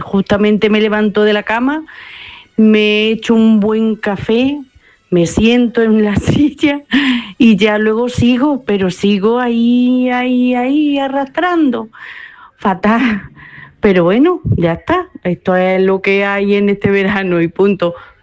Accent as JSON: {"language": "Spanish", "town": "Bailén", "region": "Andalusia", "country": "Spain"}